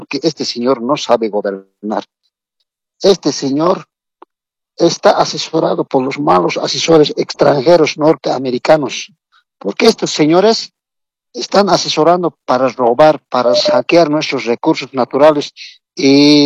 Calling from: Bolivia

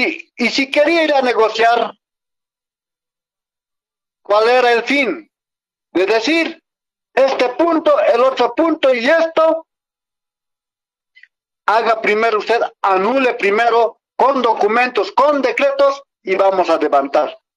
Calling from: La Paz, Bolivia; Yo desde la ciudad de La Paz.

